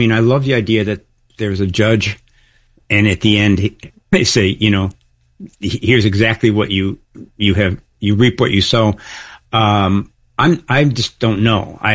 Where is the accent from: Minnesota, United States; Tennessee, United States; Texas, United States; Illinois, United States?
Illinois, United States; Chicago; I mean, I grew up in Chicago, and it was a very close connection between sincerity and humor.